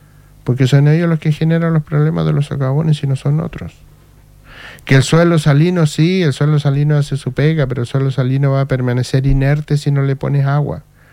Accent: Chile; yo soy chileno

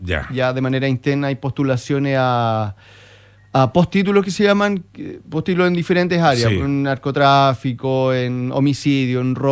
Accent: Talcahuano, Biobío, Chile; En mi ciudad natal, que son 250, en Talcahuano

